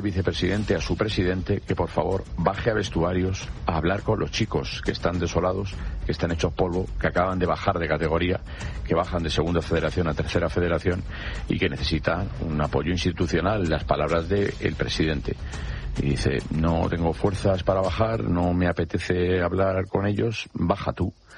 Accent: Madrid, Community of Madrid, Spain; Yo soy de Vallecas, soy vallecano y a mucha honra. Desde, bueno, desde que nací, me crié y salí del barrio. Ya no vivo allí, pero yo salí del barrio siendo un preadolescente y yo tengo mucho cariño a Vallecas

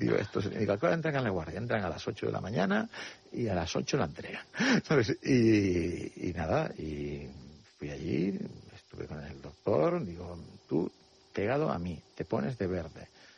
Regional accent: Canary Islands, Spain; Sí, bueno, pues estudiaba, como todo canario que va a estudiar a Madrid

